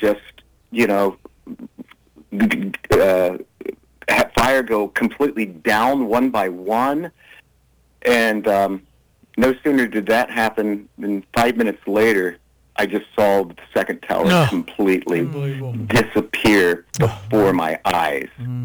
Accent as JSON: {"language": "English", "town": "New York City", "region": "New York", "country": "United States", "said": "as a New Yorker"}